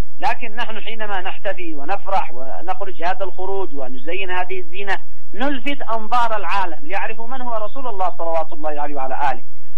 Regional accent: Yemen; نحن كشعب يمني

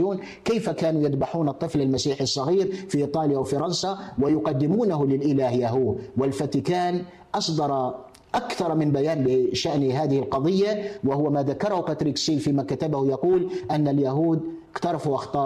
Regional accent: Algeria; عندنا في الجزائر حسيبة بن بوعلي وفاطمة سومر

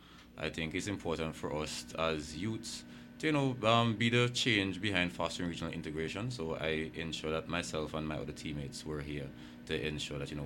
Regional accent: Barbuda, Antigua & Barbuda; I'm from Barbuda.

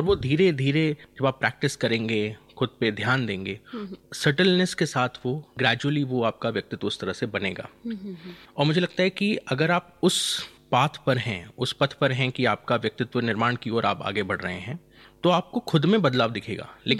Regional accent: Balaghat district, Madhya Pradesh, India; मैं बालाघाट जिले से आता हूँ, वहाँ की एक अपनी भाषा शैली है

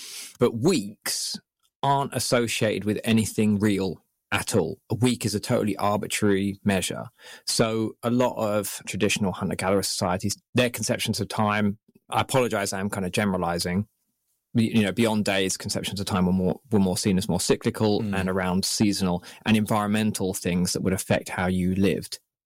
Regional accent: England, United Kingdom

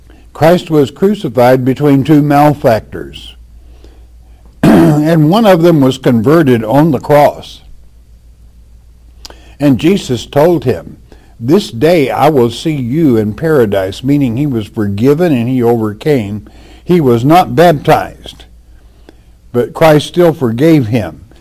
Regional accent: Tennessee, United States; My wishes are to have my ashes scattered in a place of my choosing in my home state of Tennessee.

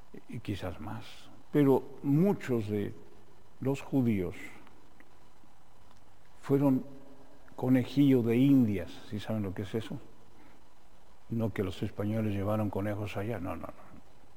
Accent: Mexico; Nosotros, fíjense, somos mexicanos

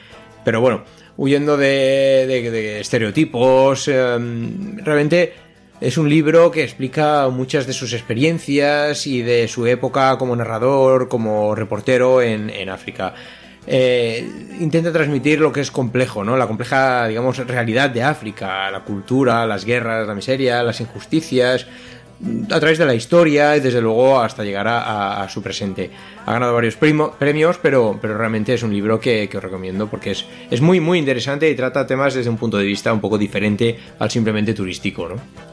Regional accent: Barcelona, Catalonia, Spain; moved away; la diada de San Jordi en Cataluña, en mi tierra de origen

